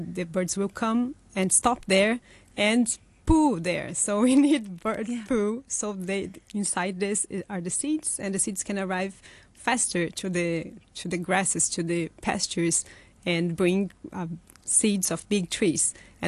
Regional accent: Curitiba, Paraná, Brazil; now in Hong Kong; Well, I come from a city in Brazil called Curitiba in the south. So where I am from Brazil, it's a subtropical forest.

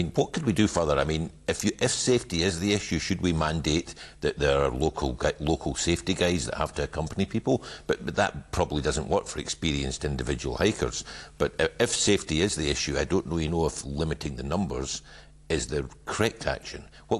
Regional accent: Scotland, United Kingdom; moved away; I'm from Scotland

